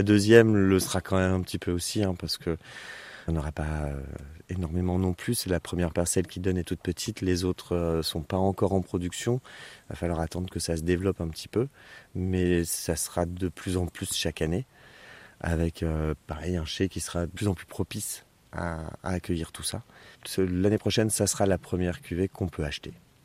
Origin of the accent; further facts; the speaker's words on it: Provence-Alpes-Côte d'Azur, France; now in Bay of Mont-Saint-Michel, France; Je suis originaire du Var, qui n'a rien à voir